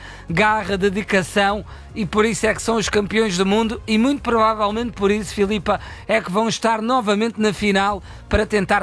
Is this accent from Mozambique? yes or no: no; Portugal; nós, sendo portugueses